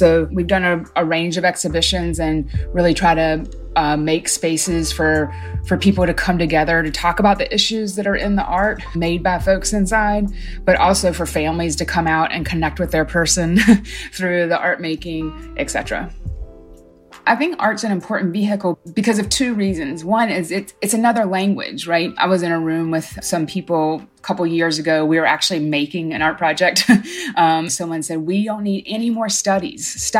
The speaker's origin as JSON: {"language": "English", "region": "North Carolina", "country": "United States", "tie": "born or raised there", "moved": "yes", "lives_now": "Chicago, United States", "said": "I'm not from Chicago. I grew up in North Carolina."}